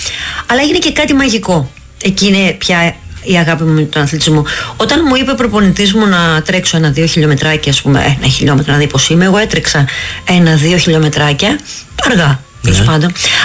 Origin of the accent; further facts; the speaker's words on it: Patras, Western Greece, Greece; έμενα στη Ταραμπούρα και πήγα μόνη μου παιδάκι στο εθνικό στάδιο της Πάτρας